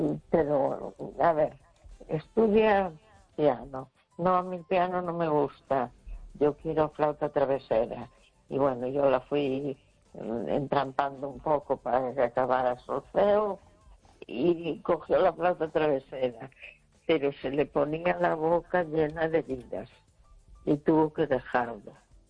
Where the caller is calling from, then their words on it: A Coruña, Galicia, Spain; de La Coruña.